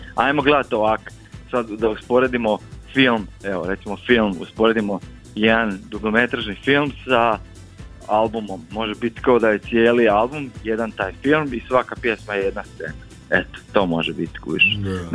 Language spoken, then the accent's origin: Croatian; Croatia; kod nas u Hrvatskoj